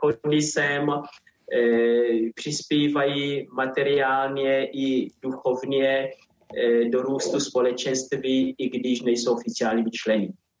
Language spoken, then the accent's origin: Czech; Angola; Czech is a second language; moved away as an adult; now in Czech Republic; pořád se cítím zároveň i jako Angolán a Česko beru jako svůj druhý domov.